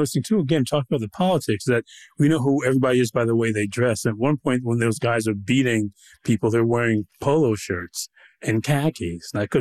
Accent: Detroit, Michigan, United States; I'm from Detroit, so unfortunately I've driven through that part of Ohio a lot.

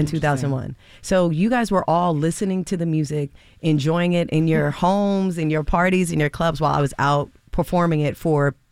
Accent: Pennsylvania, United States; also born or lived in Philadelphia; Growing up, you know, I actually grew up in the suburbs of Philly.

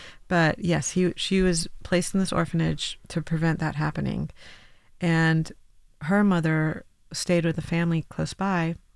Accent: Saudi Arabia; also born or lived in Syria; now in United States; I was born in Syria, I was raised in Saudi Arabia, but my family's Armenian.

